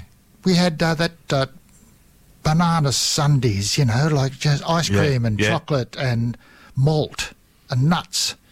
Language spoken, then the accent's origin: English; Pelican, New South Wales, Australia; I grew up down in Pelican. It's right on the entrance to Lake Macquarie